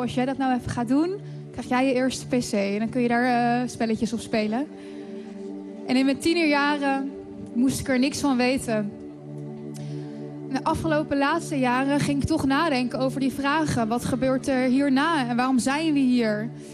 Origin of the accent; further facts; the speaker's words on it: North Brabant, Netherlands; ik kom niet uit Alphen aan de Rijn, ik kom uit Brabant.